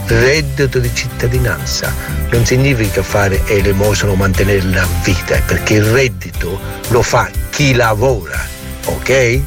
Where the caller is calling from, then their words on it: Sicily, Italy; Sono siciliano